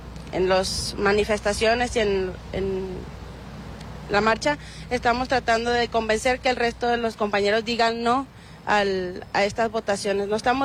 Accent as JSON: {"language": "Spanish", "town": "Torreón", "region": "Coahuila", "country": "Mexico", "said": "yo soy de Torreón, Coahuila, y decidí quedarme todavía para vivir esta ex"}